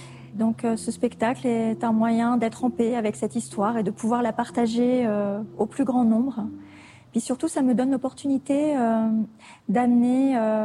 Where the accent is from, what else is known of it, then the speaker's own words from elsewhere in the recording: Normandy, France; moved away as an adult; also born or lived in Paris; now in La Réunion, France; Je suis originaire de La Réunion et j'ai été adoptée à l'âge de 2 ans, fin des années 70, par une famille normande. Donc j'ai grandi en Normandie.